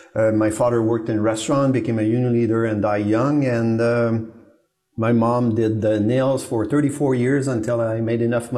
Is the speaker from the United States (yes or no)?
no; Laval, Quebec, Canada; So I grew up in Laval, Saint-Vincent-de-Paul.